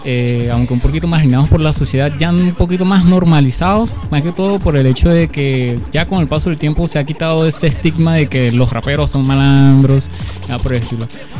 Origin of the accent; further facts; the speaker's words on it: Los Guayos, Carabobo, Venezuela; Somos aquí un joven de 21 años del municipio de Los Guayos, mayormente ubicados en la comunidad de Roble, aquí representando desde lo más lejos en Tocuyort.